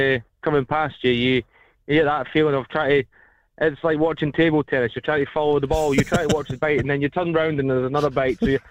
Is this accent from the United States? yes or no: no; Northern Ireland, United Kingdom; born there; The good thing is I'm actually born from Northern Ireland, so there you go.